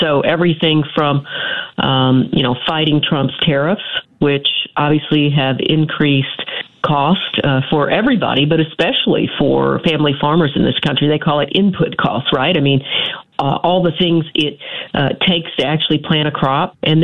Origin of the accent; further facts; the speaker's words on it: Minnesota, United States; I'm so ashamed, Richard, as a Minnesotan.